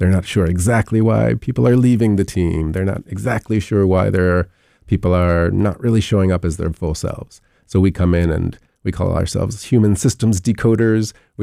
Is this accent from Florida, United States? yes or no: no; California, United States; moved away as an adult; now in Madison, United States; I'm originally from California and moved here to Wisconsin about 10 years ago when my husband started his residency in emergency medicine at UW. And after he ended, we decided to stay here.